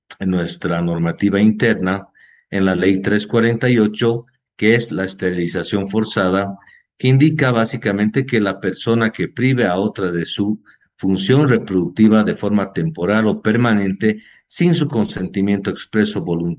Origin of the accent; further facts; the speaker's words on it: Bolivia; Nosotros como Estado boliviano